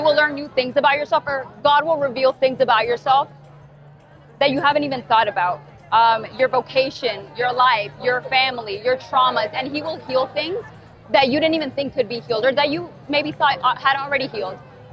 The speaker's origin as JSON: {"language": "English", "region": "Texas", "country": "United States", "said": "I'm 21 years old. I'm from United States, specifically Texas."}